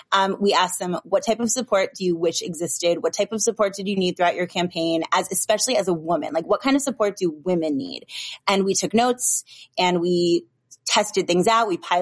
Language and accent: English; Michigan, United States; Michigan.